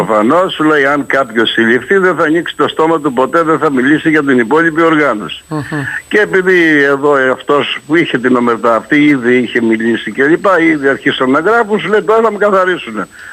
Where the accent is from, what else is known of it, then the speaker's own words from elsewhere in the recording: Greece; τα πολύ περισσότερα θύματα τα είχαμε εμείς εδώ ως Έλληνες.